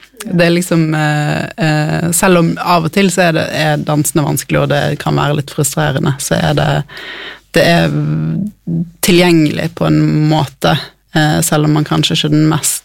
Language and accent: Norwegian; Bergen, Vestland, Norway; Dere hører jo på dialekten min, jeg er fra Bergen.